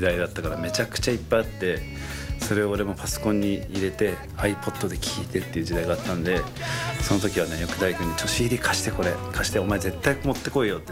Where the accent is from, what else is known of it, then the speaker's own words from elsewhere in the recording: Chigasaki, Kanagawa, Japan; はい、ということでジープラングラーと一緒に僕の地元茅ヶ崎を自由に巡っているんですが